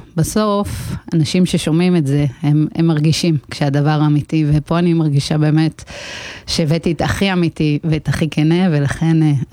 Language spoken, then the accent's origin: Hebrew; Degania, Northern District, Israel; בדגניה, אני אחר כך אגיע להורים שלי כי אני רוצה לפרגן להם היום במיוחד